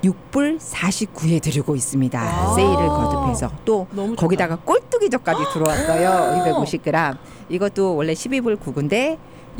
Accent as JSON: {"language": "Korean", "town": "Seosan", "region": "South Chungcheong", "country": "South Korea", "moved": "yes", "said": "제가 서산 여자잖아요."}